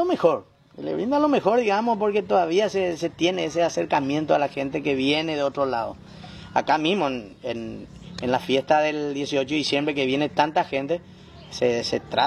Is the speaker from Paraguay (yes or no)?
yes; Paraguay; hay esa amabilidad como paraguayo, ¿verdad?